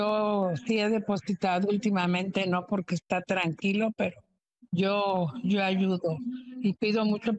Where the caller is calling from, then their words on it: Cuernavaca, Morelos, Mexico; ¿Sabe que yo soy la señora de Cuernavaca?